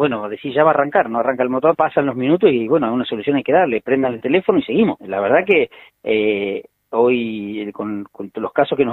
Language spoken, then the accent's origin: Spanish; Esquel, Chubut, Argentina; todos los que somos de Esquel